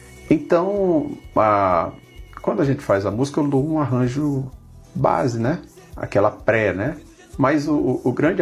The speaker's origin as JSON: {"language": "Portuguese", "region": "Maranhão", "country": "Brazil", "tie": "born or raised there", "said": "como eu venho do Maranhão, e eu morei grande parte no interior do Maranhão, então a gente convivia com o rio, com as dificuldades, com o sertanejo."}